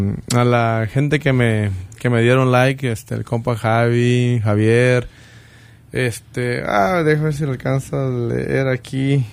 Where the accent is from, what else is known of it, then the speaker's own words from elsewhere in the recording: Jalisco, Mexico; moved away; Mi pueblo querido.